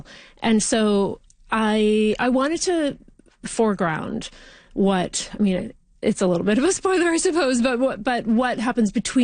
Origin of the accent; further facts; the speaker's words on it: Ontario, Canada; Yes, well, I grew up in Northern Ontario. It's where I am from. It's sort of in my bones, I guess, and rural Northern Ontario, like in the bush on a dead end gravel road off the Trans-Canada Highway